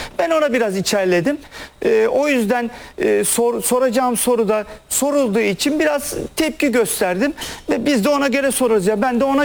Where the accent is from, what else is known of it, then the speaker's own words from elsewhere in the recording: Istanbul, Turkey; gençliğimiz dediğim gibi Fulya'da, Şanakten'de, oralar bomboştu. Toprak saydı oralar. Şeref stadında çocukluğum geçti benim. Top oynadım, denize girdim. Orada Necdet abilerle, işte Ziya abilerle falan büyüdük biz ya. Biz Beşiktaş'ın içinde insanlarız.